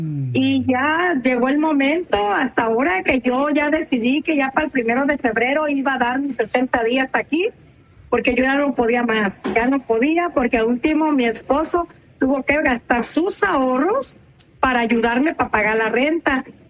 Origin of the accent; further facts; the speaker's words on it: Nayarit, Mexico; moved away as an adult; now in United States; Yo soy de Nayarit.